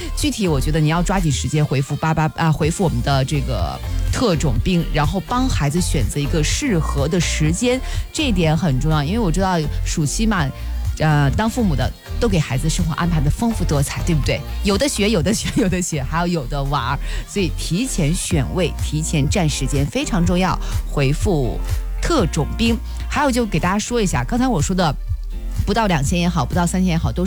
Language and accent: Chinese; China; 我们中国人比较讲究是事缓则圆